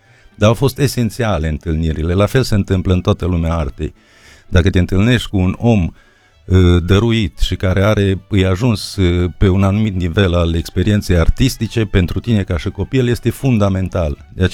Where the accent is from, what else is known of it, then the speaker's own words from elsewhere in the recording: Feldru, Bistrița-Năsăud, Romania; moved away; suntem toți trei din Feld.